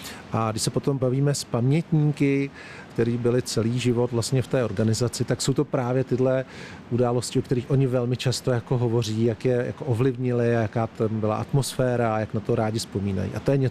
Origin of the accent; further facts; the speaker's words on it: Prague, Czechia; born there; já jsem z Libně, z Prahy